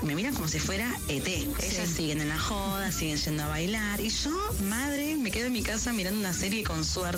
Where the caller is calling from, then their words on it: Valentín Alsina, Buenos Aires Province, Argentina; Hola, Radio Vales … de Valentina Alsina.